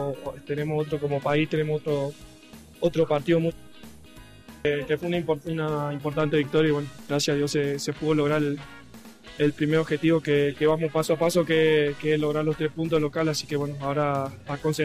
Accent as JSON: {"language": "Spanish", "country": "Argentina", "said": "Estoy muy, muy feliz como argentino"}